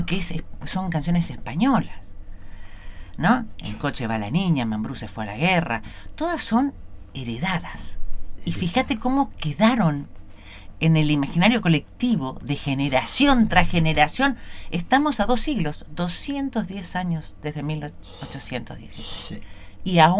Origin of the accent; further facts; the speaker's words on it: Argentina; Nuestra realidad, nuestra identidad como argentinos.